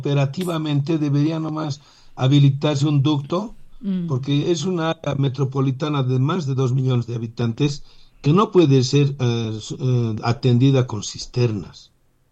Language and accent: Spanish; La Paz, Bolivia